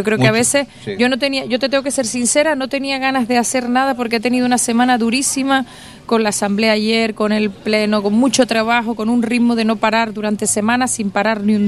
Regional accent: Canary Islands, Spain; yo, que me siento pues muy canaria

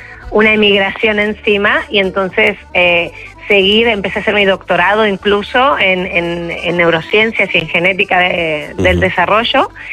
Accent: Argentina; now in Seville, Spain; Sí, soy argentina, pero desde Sevilla.

